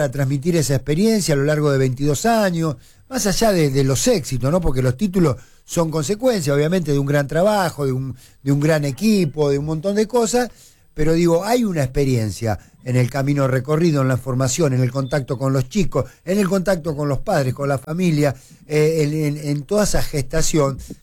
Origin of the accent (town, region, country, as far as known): Argentina